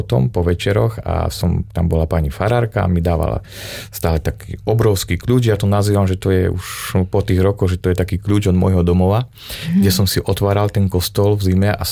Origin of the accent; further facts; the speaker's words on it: Jenkovce, Košice Region, Slovakia; v mojej rodnej dedine, to je okres Sobrance, veľmi ďaleko na východnom Slovensku, to je dedina Jenkovce